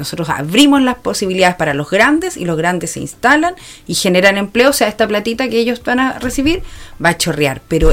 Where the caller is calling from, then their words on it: Chile; yo también soy chilena y sabe que yo no me levanto nada, es cierto. Y mi abuelita también era chilena y mi papá también era chileno